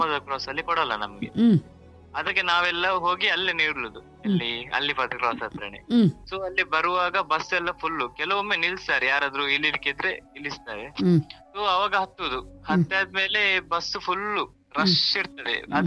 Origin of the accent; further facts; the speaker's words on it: Bantwal, Karnataka, India; Bantwal ma'am.